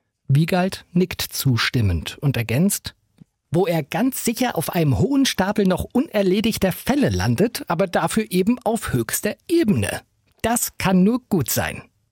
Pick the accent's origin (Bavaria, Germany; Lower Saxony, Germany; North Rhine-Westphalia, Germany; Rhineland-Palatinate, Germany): Lower Saxony, Germany; Bad Zwischenahn; Dort geht es doch konfessionsstatistisch so zu wie im nördlicher gelegenen Bad Zwischenahn, wo ich aufgewachsen bin. Dort ist es so evangelisch, dass man nicht mal ahnt, dass es einen Konkurrenzclub gibt.